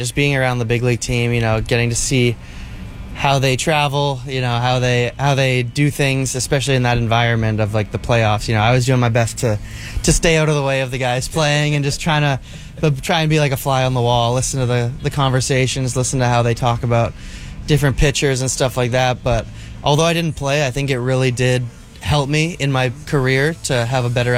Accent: Toronto, Ontario, Canada; moved away; You know, growing up in Toronto, it's very, very diverse, very busy, a lot of stuff going on.

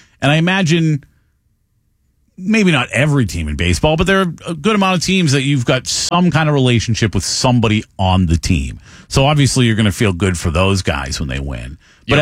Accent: Massachusetts, United States; I'm from Massachusetts. I was never a Red Sox.

